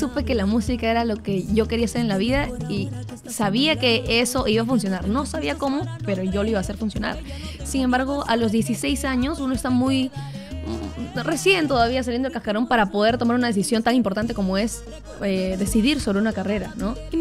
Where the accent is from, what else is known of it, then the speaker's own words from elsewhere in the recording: Lima, Peru; also born or lived in Independencia, Lima / Comas, Lima; crecí en el RIMAC, ¿sabes? En Flor de Mancaes.